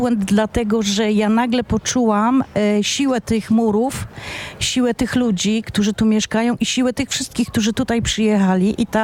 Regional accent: Silesian Voivodeship, Poland; born there; accent: Silesian; first language Silesian; Polish is a second language; ja się urodziłam na Śląsku, ja żyję na Śląsku, ja umrę na Śląsku, ja... Moim pierwszym językiem był język śląski

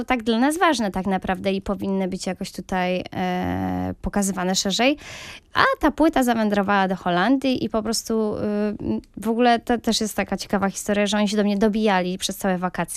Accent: Lublin Voivodeship, Poland; Ja ogólnie pochodzę z Lubelszczyzny, więc też dużo takiej muzyki tradycyjnej słyszałam gdzieś, jak byłam małą dziewczynką.

